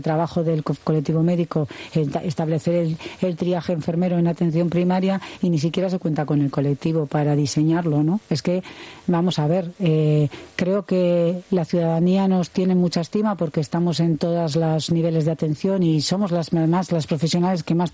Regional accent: Basque Country, Spain

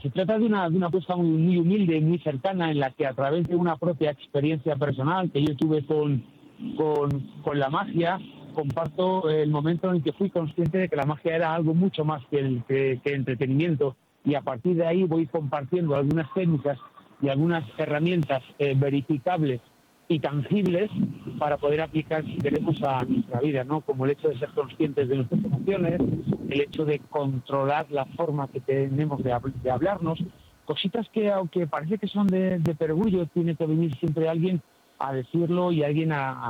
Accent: Castile and León, Spain; en mi tierra, que soy de Castilla y León

